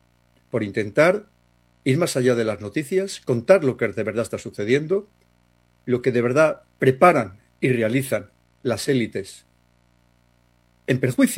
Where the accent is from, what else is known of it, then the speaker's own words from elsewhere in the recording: Castile and León, Spain; como cazurro que soy, de donde vengo